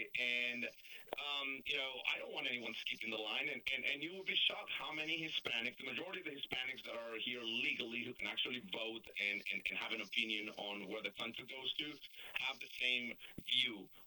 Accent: Georgia, United States; I grew up in Georgia, you know, 30 years ago, I was growing up in Georgia, had many encounters with the, you know, different law enforcement that wanted to see whether I was here legally or not.

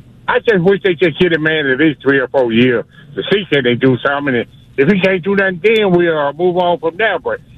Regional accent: Alabama, United States; Listen, I'm from Alabama. I'm a Lawyer fan. I just want to make a comment. We Alabama fans, we are spoiled.

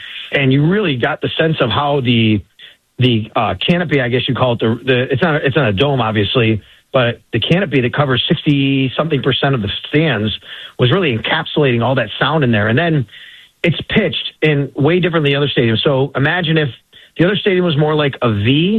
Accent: Buffalo, New York, United States; because, you know, I grew up here. I grew up in Buffalo

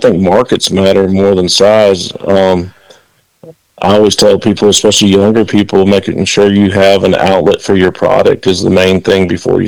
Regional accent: Dominican Republic; no, I'm actually a missionary kid. I grew up in the Dominican Republic.

